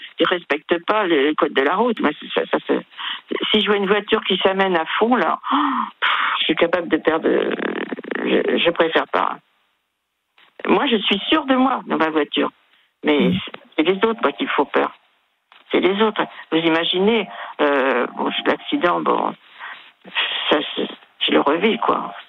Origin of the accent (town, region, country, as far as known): Brittany, France; born or raised there